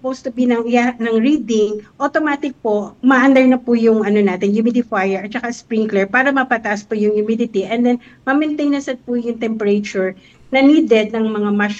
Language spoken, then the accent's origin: Tagalog; Bulacan, Central Luzon, Philippines; now in Cebu, Philippines; Yes po, taga Bulacan po ako, okay before. Po. Mm-hmm. During my childhood years po, mm-hmm. to elementary ko po, sa Bulacan po ako.